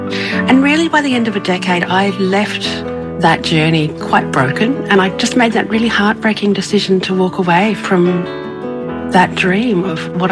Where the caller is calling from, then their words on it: Brisbane, Queensland, Australia; I'm coming in from Brisbane in Australia